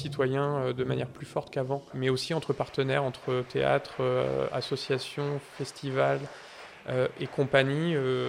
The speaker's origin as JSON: {"language": "French", "region": "Hauts-de-France", "country": "France", "moved": "yes", "said": "je viens de la Somme au départ, toute ma famille de longue date est de la Somme et Picarde."}